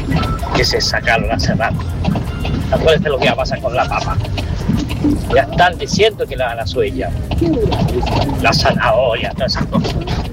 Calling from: Bulnes, Ñuble, Chile; Buen día, Radio Cariñosa de acá de Bulnes, Alfredo.

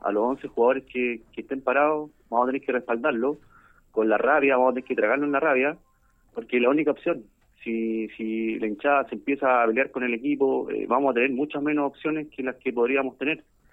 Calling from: Talca, Maule, Chile; aquí en Talca

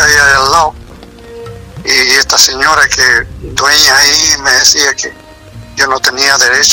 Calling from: Osorno, Los Lagos, Chile; Yo soy de Osorno, el sector del campo.

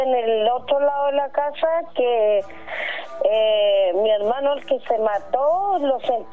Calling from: Alto Hospicio, Tarapacá, Chile; De acá, de Alto Hospicio, Iquique.

